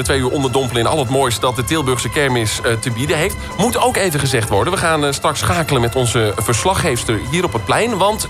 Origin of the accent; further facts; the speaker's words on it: Enter, Overijssel, Netherlands; Ik kom uit Enter. Dat is een klein dorp in het oosten van het land.